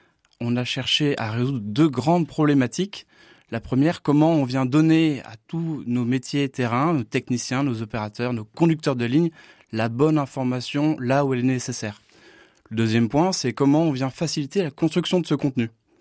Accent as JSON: {"language": "French", "region": "Nouvelle-Aquitaine", "country": "France", "said": "Je suis originaire du Sud-Ouest, donc Gascon-Béarnais."}